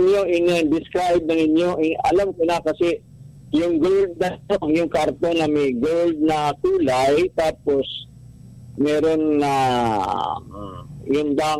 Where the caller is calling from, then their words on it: Surigao City, Surigao del Norte, Philippines; Surigao, taga Surigao ako, Surigao City.